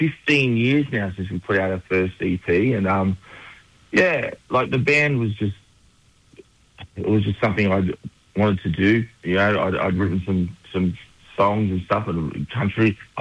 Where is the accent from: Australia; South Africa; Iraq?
Australia; Narrabri, New South Wales; I'm from a small town myself. I grew up in Narrabri in New South Wales.